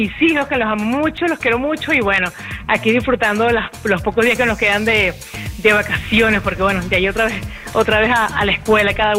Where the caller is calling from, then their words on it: Tampa, Florida, United States; De New Tampa, de aquí de Tampa